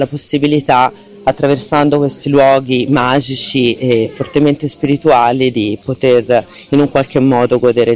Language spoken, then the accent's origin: Italian; Florence, Tuscany, Italy; io sono di Firenze